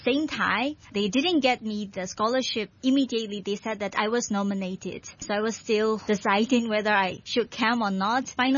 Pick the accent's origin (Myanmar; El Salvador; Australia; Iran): Myanmar; English is a second language; now in Hong Kong; I am from Myanmar, as you have already mentioned.